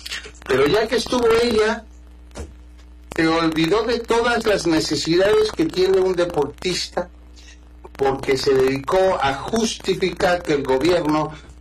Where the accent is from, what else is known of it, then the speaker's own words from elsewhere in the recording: Guerrero, Mexico; en Guerrero, déjame hablar por la gente que es de mi pueblo, porque soy guerrerense